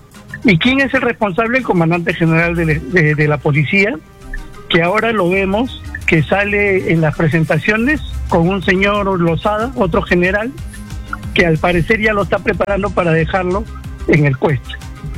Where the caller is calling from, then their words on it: San Miguel, Lima, Peru; De San Miguel.